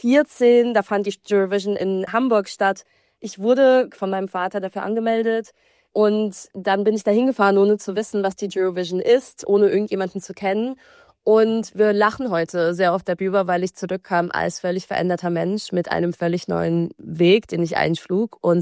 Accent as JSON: {"language": "German", "country": "Belarus", "moved": "yes", "said": "ich komme aus Belarus. Ich bin lange Zeit mit russischen Medien aufgewachsen"}